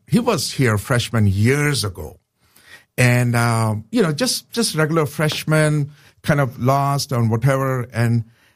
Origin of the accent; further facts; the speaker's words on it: Pakistan; I said, I'm a Christian from Pakistan.